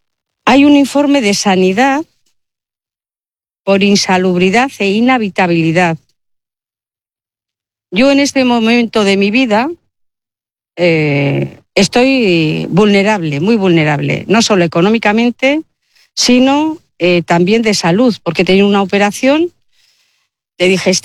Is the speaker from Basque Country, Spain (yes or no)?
yes; Bilbao, Basque Country, Spain; Yo soy una mujer de Bilbao, 68 años, tengo un piso en propiedad en Basauri, pero lo alquilé y me hicieron inquiocupación.